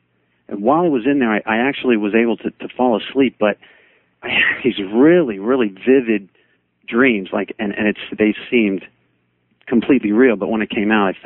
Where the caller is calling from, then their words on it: West Palm Beach, Florida, United States; West Palm Beach, Florida.